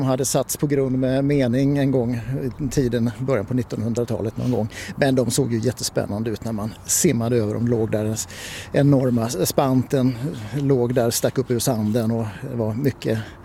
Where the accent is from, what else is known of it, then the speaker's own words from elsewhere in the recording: Mörbylånga, Kalmar County, Sweden; Det tyckte jag ju när jag växte upp i Mörbylånga på Öland.